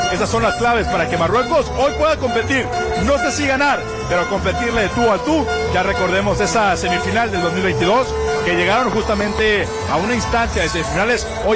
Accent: Mexico; ahorita les decimos que somos de México, de la televisión

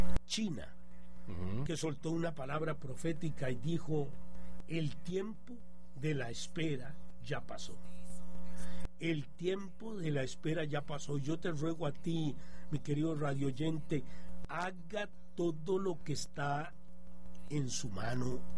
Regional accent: Costa Rica; los ticos amamos lo que Dios hace en la querida México

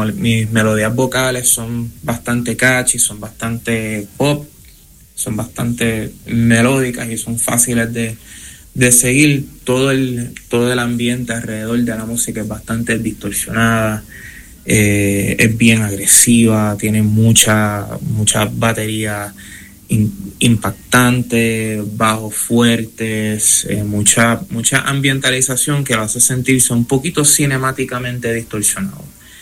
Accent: Puerto Rico; Siendo puertorriqueño

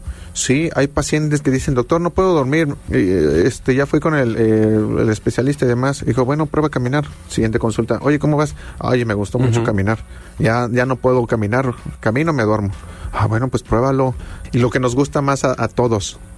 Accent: Mexico City, Mexico; Y bueno, yo soy de la Ciudad de México, allá el tráfico está un poquito más pesado.

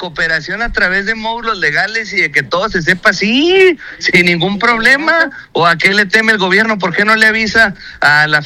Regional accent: Chihuahua, Mexico; yo soy mexicano. Yo soy mexicano

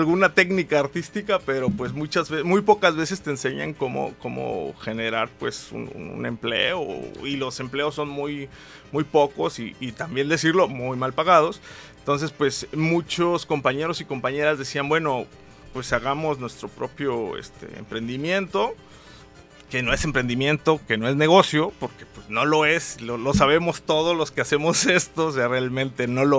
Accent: Chilpancingo, Guerrero, Mexico; moved away as an adult; also born or lived in Guanajuato; yo soy de Chilpancingo, mi mamá es de Papanoa, la Costa Grande, mi papá es de la Sierra, que emigraron pues de hace muchos años, llevan toda la vida. Ellos llegaron desde muy chicos a Chilpancingo

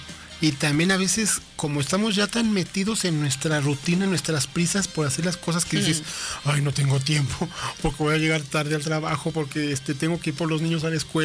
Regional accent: Mexico

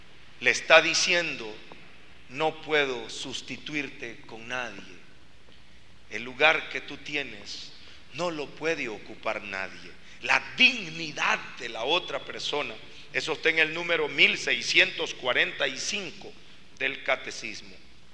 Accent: Guatemala; Yo vengo de un país de Centroamérica que se llama Guatemala, en donde el grito, el clamor popular es fusilen a los secuestradores.

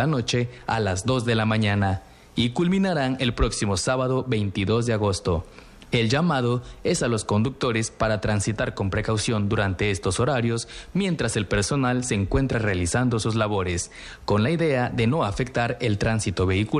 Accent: Mexico

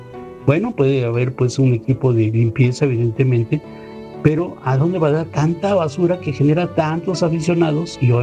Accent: Mexico

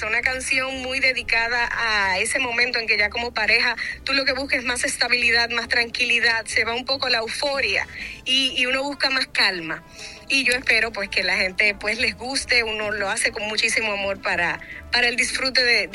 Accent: Dominican Republic; nosotros tenemos un … como dominicanos

